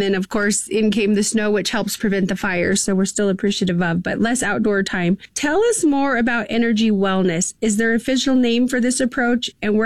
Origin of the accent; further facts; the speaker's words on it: Napa, Sonoma, California, United States; I grew up in Northern California, Napa, Sonoma, and it was El Natural in our household.